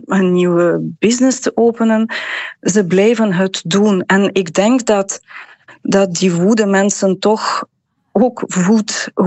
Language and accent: Dutch; Ukraine; moved away; ik ben zelf een Oekraïense, inderdaad, ben al lang hier